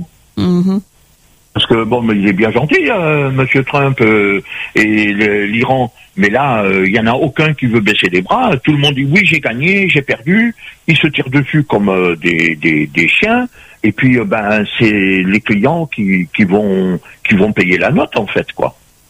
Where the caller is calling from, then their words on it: Paris, Île-de-France, France; Moi, je suis à côté entre les buttes de Chaumont et la porte de la Villette.